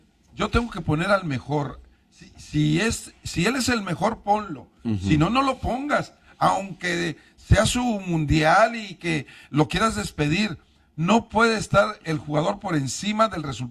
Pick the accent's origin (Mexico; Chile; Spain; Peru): Mexico; como somos nosotros los mexicanos